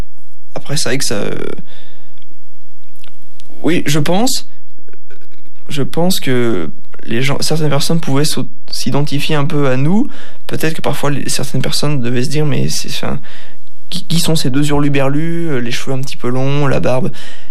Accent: France; oublier qu'on est français, oublier un peu d'où on vient

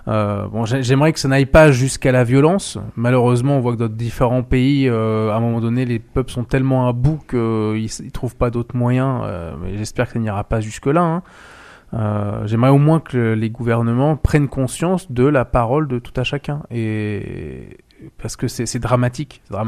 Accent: France; chez nous en France.

